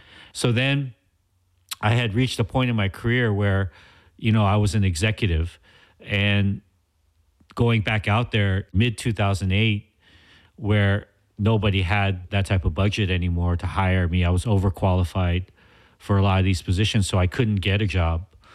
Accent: Los Angeles, California, United States; So the thing about where we're from Los Angeles. We're specifically from the central region of Los Angeles, the city, Koreatown, East Hollywood, Pico Union, Mid-City.

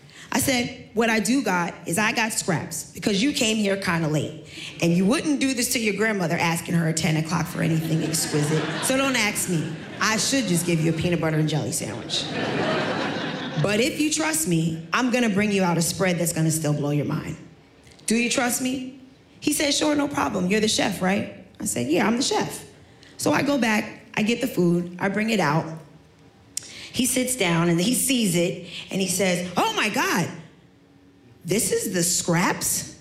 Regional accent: Staten Island, New York, United States

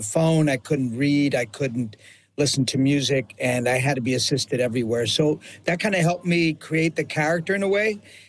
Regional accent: New York, United States; born or raised there

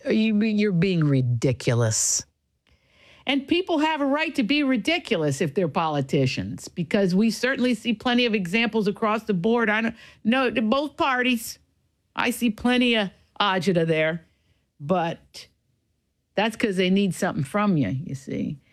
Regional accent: Appalachia, United States; I'm from Appalachia.

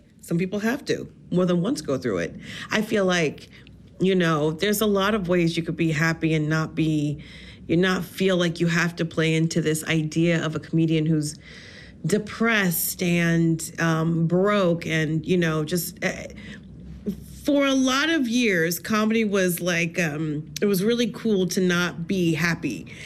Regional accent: New Jersey, United States; I'm from Jersey

